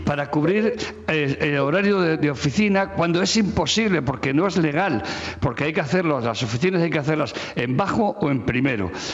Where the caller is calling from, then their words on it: Community of Madrid, Spain; siendo madrileño